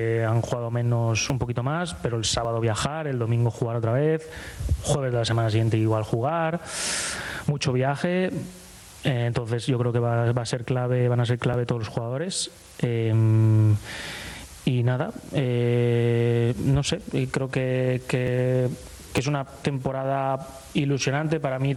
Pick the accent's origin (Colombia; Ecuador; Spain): Spain; Valencian Community; Al final yo soy valenciano, obviamente ese partido quiero ganar, pero también me considero valencianista